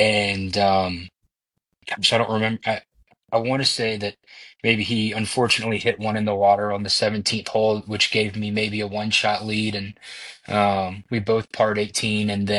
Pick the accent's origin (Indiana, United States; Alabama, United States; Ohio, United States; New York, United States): Alabama, United States; Mountain Brook; I did. Yep. I grew up obviously in Mountain Brook, when Mountain Brook High School.